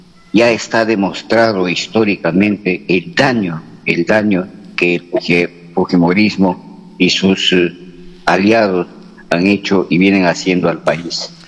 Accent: Peru; que tenemos como peruanos, como ciudadanos

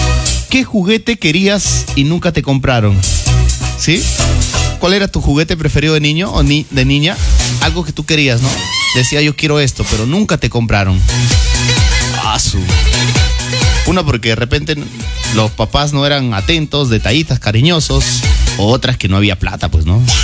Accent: Nuevo Oriente, Amazonas, Peru; moved away; Nuevo Oriente de Yamón, mi tierrita, mi pueblito

